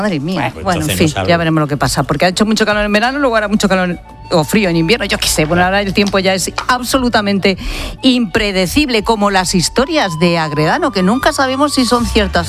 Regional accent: Castile and León, Spain; hoy es la fiesta de mi pueblo, de María Idealista en Zamora

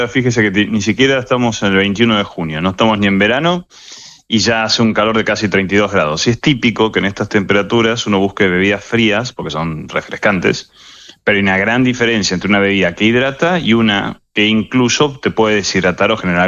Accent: Argentina; Yo, siendo argentino, también lo tiene.

